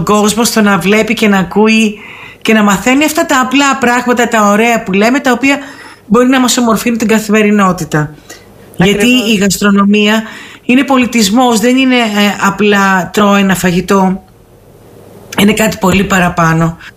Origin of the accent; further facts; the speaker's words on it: Peloponnese, Greece; συμμετείχα σε παγκόσμιο συνέδριο πάλι εκπροσωπώντας την Ελλάδα και τη Μεσσηνία ιδιαίτερα